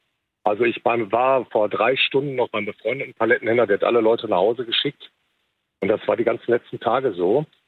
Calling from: Bochum, North Rhine-Westphalia, Germany; Ich rufe aus Bochum an, aus dem Herzen des Ruhrgebiets.

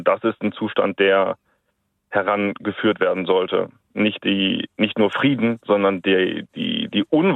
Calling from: Germany; Für uns als Deutsche oder in Deutschland Lebende heißt Frieden die Unwahrscheinlichkeit von Krieg.

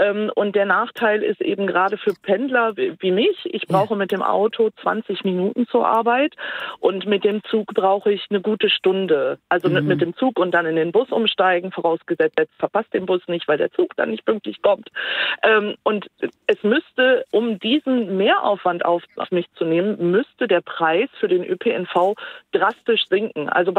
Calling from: Hörstel, North Rhine-Westphalia, Germany; Ja, also ich komme aus dem Norden von Nordrhein-Westfalen, also im Kreis Steinfurt. Es ist eine sehr ländliche Region.

